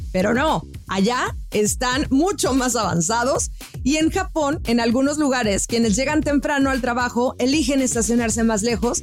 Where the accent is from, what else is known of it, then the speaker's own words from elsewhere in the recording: Mexico; Por ejemplo, yo siendo mexicana, porque la neta, a mí me ha tocado